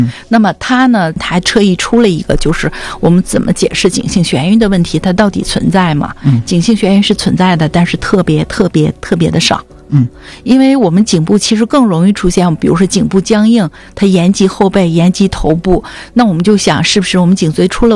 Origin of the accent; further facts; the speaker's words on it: Northeast China, China; 我们东北人